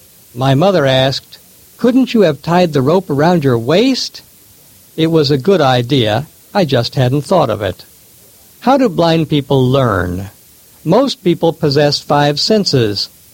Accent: Midwest, United States; I grew up in the Midwest, a place where there is plenty of space.

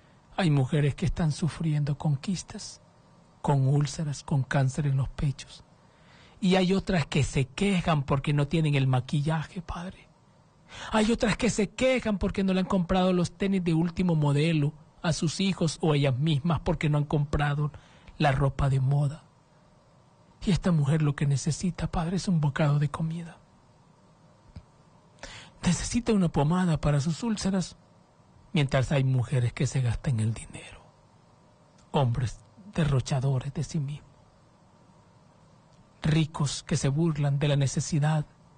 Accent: Honduras

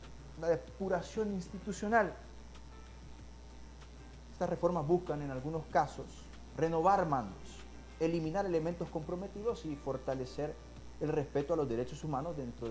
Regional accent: Honduras

